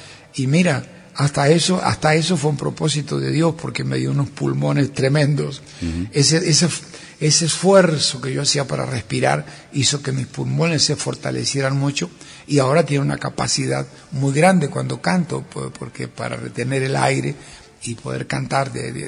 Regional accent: Carabelas, Buenos Aires Province, Argentina; en estos días hablando y recordando mi pueblo Carabelas y el barrio donde nací, descubrí por qué le decían Tierra del Fuego a mi barrio.

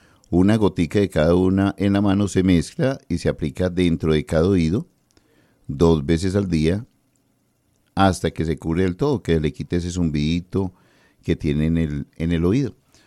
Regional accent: Antioquia, Colombia; yo me avergüenzo como antioqueño

